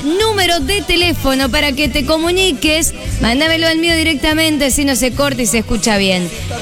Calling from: Picún Leufú, Neuquén, Argentina; de Picún Leufú. Y te estoy escuchando por la 93.5. La voz del viento. Ahí en Neuquén.

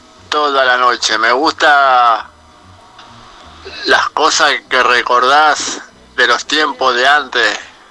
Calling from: Puerto Gaboto, Santa Fe, Argentina; Hola, buenas noches … de Puerto Gaboto.

